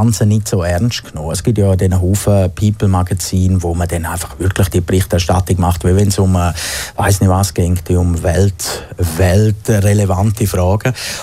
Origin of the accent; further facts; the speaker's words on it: Thusis, Graubünden, Switzerland; moved away as an adult; also born or lived in Scharans; now in Zurich, Switzerland; Ich bin in Thusis und in Scharanz aufgewachsen. Mhm. Und bin eigentlich dank dir Zürcher geworden.